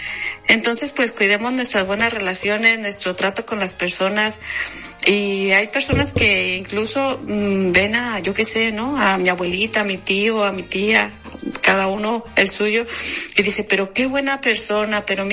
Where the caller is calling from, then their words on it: Málaga, Andalusia, Spain; desde Málaga, España.